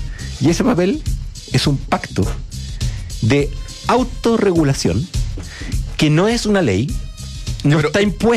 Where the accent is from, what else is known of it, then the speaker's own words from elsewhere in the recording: Chile; Sí, pero somos chilenos. Tenemos un negocio aquí en Chile, tenemos el mercado en Chile.